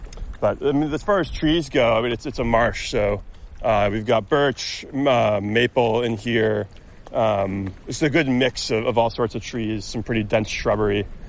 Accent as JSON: {"language": "English", "town": "Potsdam", "region": "New York", "country": "United States", "tie": "born or raised there", "said": "I'm local, born and raised in Potsdam."}